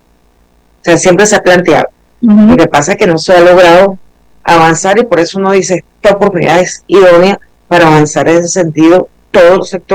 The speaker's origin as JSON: {"language": "Spanish", "country": "Venezuela", "said": "uno como abogado, como venezolano"}